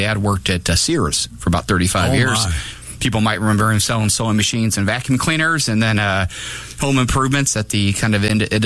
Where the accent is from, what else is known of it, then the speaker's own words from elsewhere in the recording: Divernon, Illinois, United States; I grew up in Divernon.